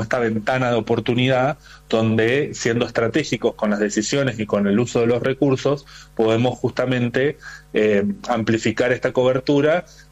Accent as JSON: {"language": "Spanish", "region": "Santa Fe", "country": "Argentina", "said": "yo soy de Santa Fe, por ejemplo, en la ciudad de Santa Fe"}